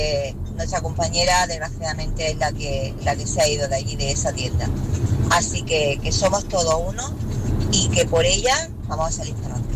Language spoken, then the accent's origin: Spanish; Almería, Andalusia, Spain